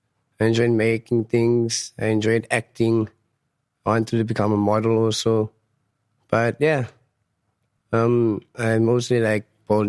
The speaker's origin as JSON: {"language": "English", "town": "Johannesburg", "region": "Gauteng", "country": "South Africa", "tie": "born or raised there", "second_language": "English", "said": "I grew up in Fitas, in Vredendorp, my hometown in Johannesburg. It's quite a nice area if you get to know the people and the people knows you. But it's a quite poor town."}